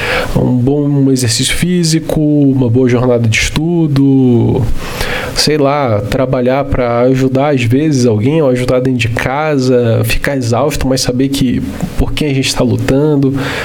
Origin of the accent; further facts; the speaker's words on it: Belém, Pará, Brazil; lá na minha casa, quando eu era garoto, lá em Belém ainda, do Pará, dia de domingo era um dia que comumente a gente tomava açaí, né?